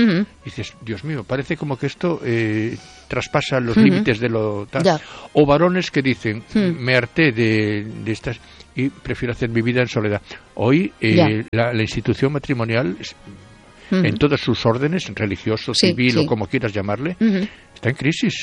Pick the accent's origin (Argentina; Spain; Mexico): Spain; Porque soy español.